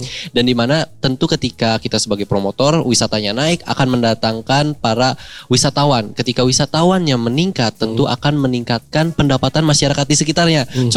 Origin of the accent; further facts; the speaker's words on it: Kuningan, West Java, Indonesia; kita sendiri orang Kuningan